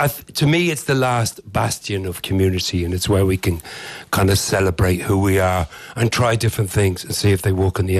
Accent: London, United Kingdom; I grew up in South London

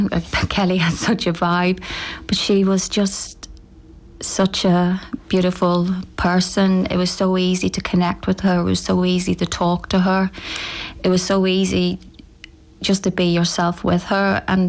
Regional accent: Lisnaskea, Northern Ireland, United Kingdom; moved away; we're originally from Lisnaskey

